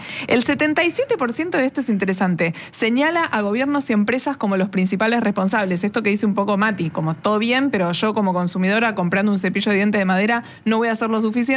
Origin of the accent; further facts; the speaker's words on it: Argentina; los países como la Argentina